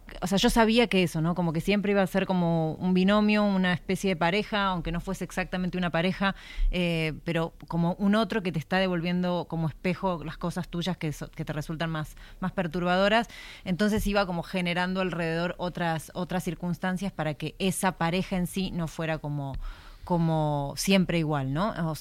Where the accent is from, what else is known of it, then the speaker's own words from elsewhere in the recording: Argentina; Yo soy argentina y escribo cuentos. Así le decimos. Bueno, no sé, o sea, como que igual aprendí a usar las dos variantes, hace mucho que vivo acá